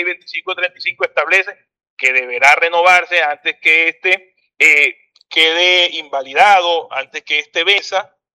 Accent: San Juan del Cesar, La Guajira, Colombia; mi pueblo natal querido como lo es San Juan del Cesar.

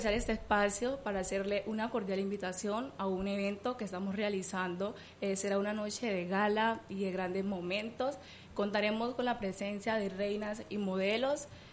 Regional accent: Valle del Cauca, Colombia; soy del barrio Cristal, tengo 19 años.

